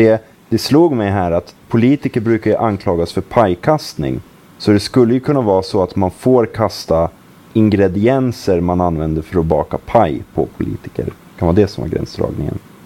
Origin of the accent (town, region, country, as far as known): Sweden